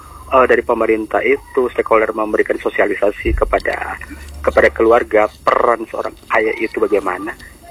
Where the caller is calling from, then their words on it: Makassar, South Sulawesi, Indonesia; di daerah saya itu, di Makassar saya